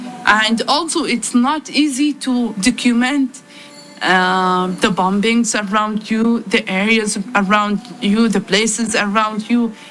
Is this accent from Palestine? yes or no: yes; Gaza, Gaza Strip, Palestine; English is a second language; I'm from Gaza